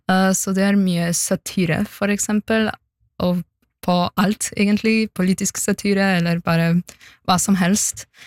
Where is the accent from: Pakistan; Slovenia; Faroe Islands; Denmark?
Slovenia; Norwegian is a second language; Liksom, jeg synes at slovenere... Når jeg sammenligner dem med nordmenn, så vi ikke like patriotiske som nordmenn. Vi har en sånn kompleks at vi ikke like store og stolte som alle andre land.